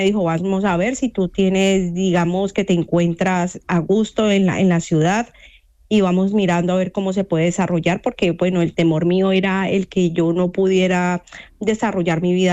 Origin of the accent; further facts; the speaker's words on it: Colombia; como es en mi caso, que soy colombiana